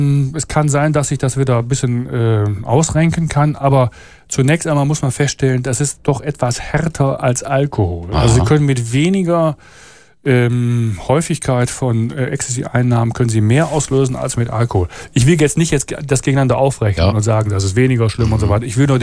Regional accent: Düsseldorf, North Rhine-Westphalia, Germany; now in Switzerland; Ich habe jetzt hier … Das ist eine Reminiszenz an meine alte Heimat. Ich bin ja Rheinländer.

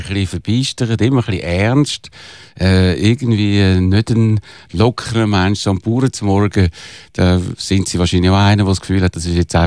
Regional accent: Zurich, Switzerland; Im Kreis 4, ich komme aus dem Kreis 4

